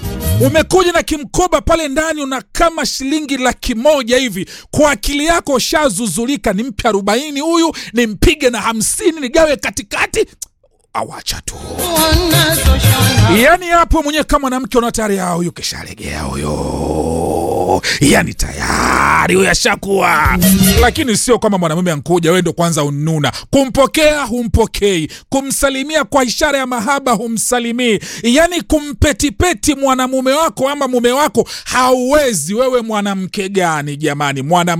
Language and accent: Swahili; Tanga, Tanga Region, Tanzania; Kule kwetu Tanga